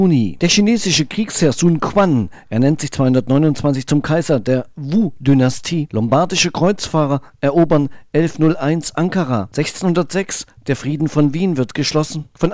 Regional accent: East Germany, Germany; Als Kind in der DDR

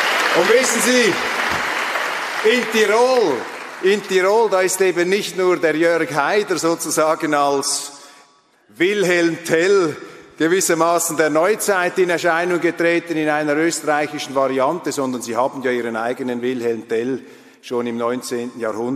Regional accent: Switzerland; für mich als Schweizer

